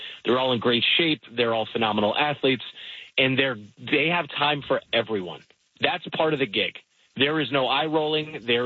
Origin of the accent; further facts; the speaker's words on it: Mid-Atlantic, United States; I grew up in the Mid-Atlantic, so the only game in town